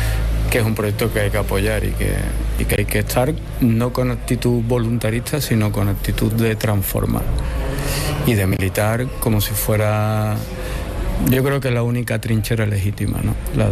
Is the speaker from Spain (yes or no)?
yes; Andalusia, Spain; Y para nosotros como andaluzas y como andaluces más.